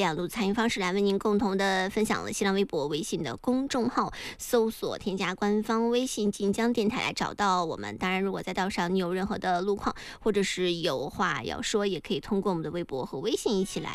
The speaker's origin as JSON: {"language": "Chinese", "country": "China", "said": "对于我们中国人来说"}